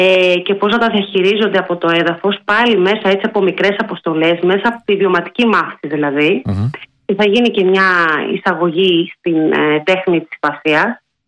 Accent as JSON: {"language": "Greek", "town": "Sparta", "region": "Peloponnese", "country": "Greece", "lives_now": "Karytaina, Greece", "said": "Κατάγομαι από Σπάρτη."}